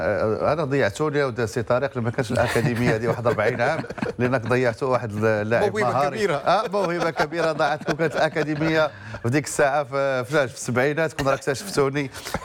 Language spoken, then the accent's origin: Arabic; Morocco; نفتخروا كمغاربه